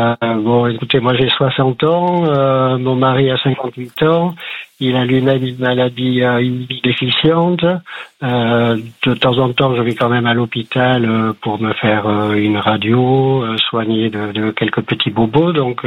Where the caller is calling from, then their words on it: Pessac, Nouvelle-Aquitaine, France; J'habite à Pissac, près de Bordeaux.